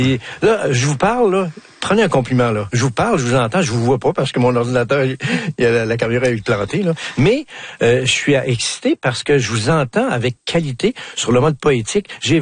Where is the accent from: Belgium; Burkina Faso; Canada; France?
Canada; Quebec; accent: Quebec; Quand ils entendaient mon accent québécois, je vais vous envoyer chez ma grand-mère.